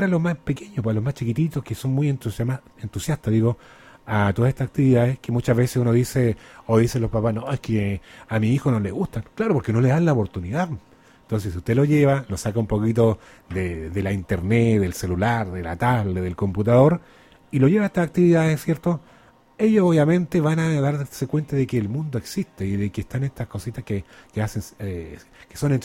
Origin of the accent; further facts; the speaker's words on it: Chile; Chile mío, oiga, nos acompaña Chome a esta hora y qué linda es mi tierra, quiero mi tierra